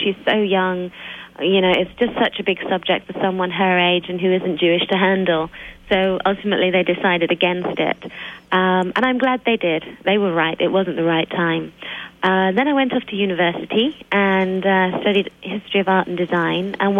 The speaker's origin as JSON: {"language": "English", "town": "Wakefield", "region": "Yorkshire and the Humber", "country": "United Kingdom", "said": "I'm from the north of England, Wakefield. It's a town close to Leeds, big city."}